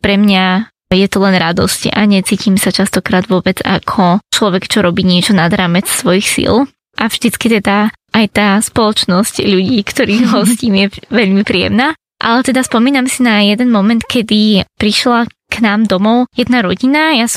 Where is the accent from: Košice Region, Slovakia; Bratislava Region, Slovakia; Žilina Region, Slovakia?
Bratislava Region, Slovakia; Bratislava; a som z Bratislavy, alebo teda žijem skoro celý svoj život v Bratislave